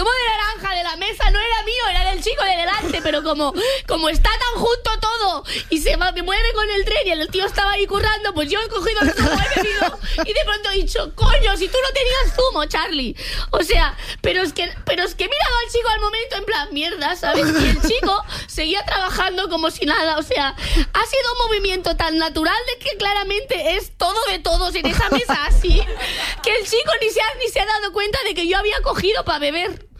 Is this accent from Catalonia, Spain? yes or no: yes; Catalonia, Spain; como persona catalana esto me